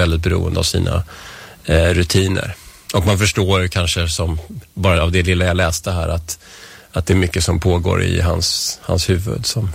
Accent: Vällingby, Stockholm County, Sweden; also born or lived in Strängnäs; now in Nacka, Sweden

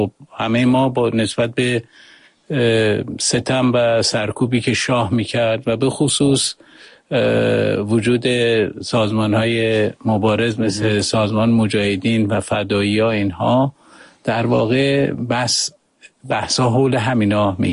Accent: Tehran, Tehran Province, Iran; moved away as an adult; also born or lived in Kermanshah; از بچگی ولی خانواده‌ام اومدن تهران دیگه، در واقع از تهران بزرگ شدم، اونجا مدرسه و دبیرستان رفتم

